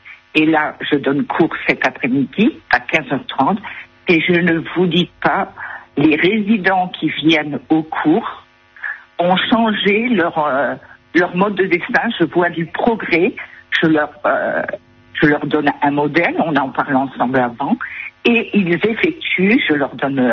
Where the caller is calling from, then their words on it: Roquebrune-sur-Argens, Provence-Alpes-Côte d'Azur, France; je suis à Roquebrune-sur-Argent.